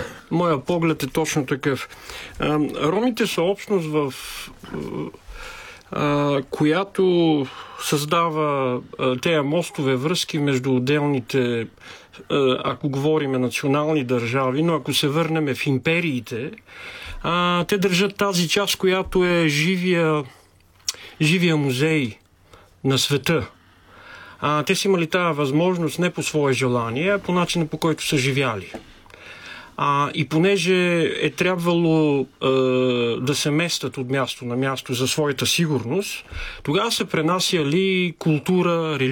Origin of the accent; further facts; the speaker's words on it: Sofia, Sofia City, Bulgaria; аз съм от София, съм от квартал Факултета